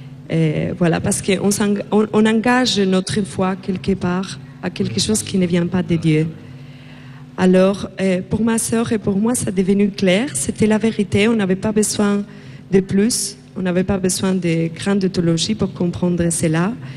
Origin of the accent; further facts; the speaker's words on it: Spain; moved away; je viens d'Espagne.